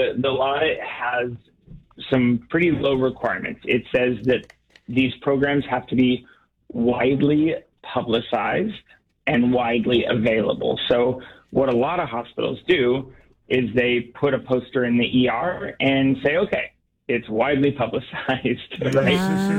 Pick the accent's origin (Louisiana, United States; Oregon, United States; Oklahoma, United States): Oregon, United States; Portland; So I grew up in Portland, Oregon.